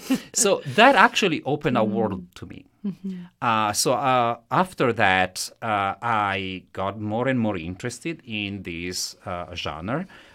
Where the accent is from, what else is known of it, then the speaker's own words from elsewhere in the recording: Italy; accent: Italian; English is a second language; moved away; I am Italian, as you can tell from my accent.